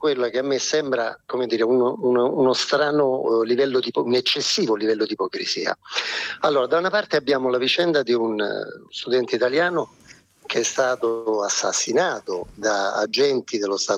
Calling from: Rome, Lazio, Italy

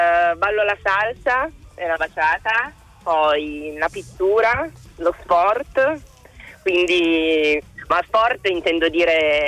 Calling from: Turin, Piedmont, Italy; Sono di Torino

